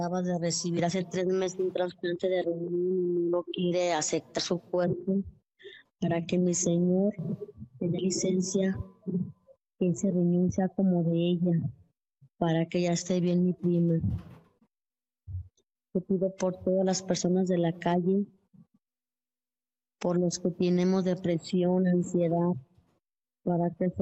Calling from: Ocotlán, Jalisco, Mexico; Soy de Hortalicia, Zaragoza. Hablo de Ocotlán, Jalisco, México.

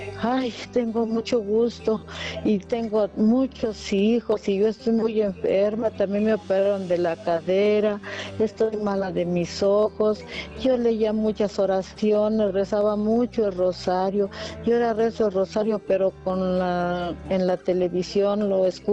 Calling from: Tlalnepantla, State of Mexico, Mexico; Del Estado de México, de Tlalnepantla.

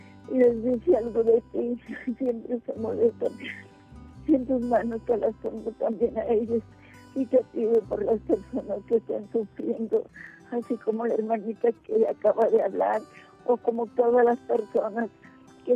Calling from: Uruapan, Michoacán, Mexico; hablo de Uruapan, Michoacán.

